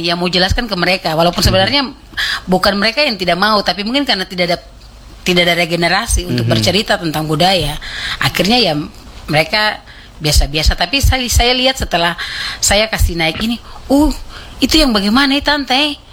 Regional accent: Southwest Papua, Indonesia; kayak kita suku MOI

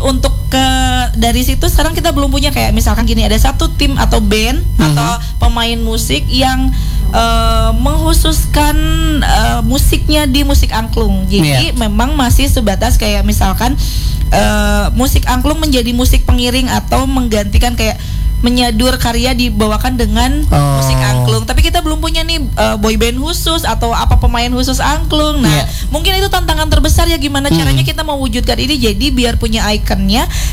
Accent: West Java, Indonesia

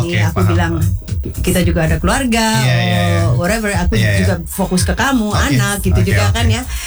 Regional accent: Batu, East Java, Indonesia; born or raised there

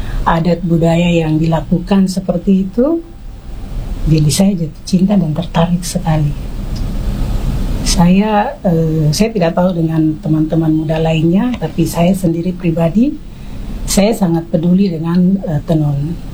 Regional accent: Southwest Papua, Indonesia; Karena saya, Bu Mama ini perempuan Mebrat. Marga saya memang orang Jayapura. Saya, Bu Mama orang Mebrat.

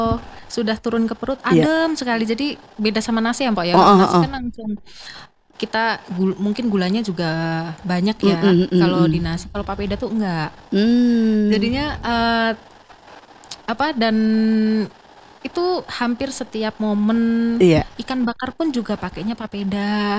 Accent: Central Java, Indonesia; now in Manokwari, Indonesia; Saya malah dari Jawa Tengah.

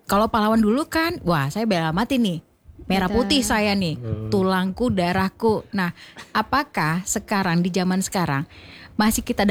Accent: Aceh, Indonesia; first language Acehnese; Indonesian is a second language; kita orang Aceh gitu ya atau kita Indonesia gitu.

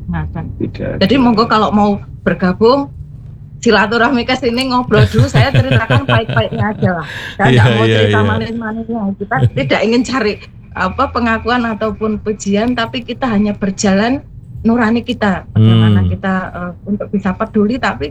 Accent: Boyolali, Central Java, Indonesia; born there; moved away; Kalau saya juga saya lahir di Boyolali.

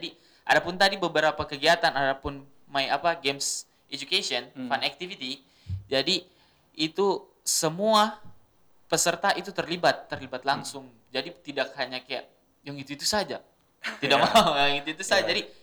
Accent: Banggai, Central Sulawesi, Indonesia; ada pun yang kayak saya dari Banggai, ada pun yang dari Banggai Kepulauan, itu aksennya akan berbeda sedikit untuk berbicara.

